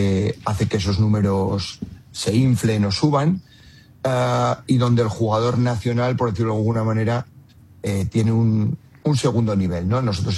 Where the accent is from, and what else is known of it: Valladolid, Castile and León, Spain; moved away as an adult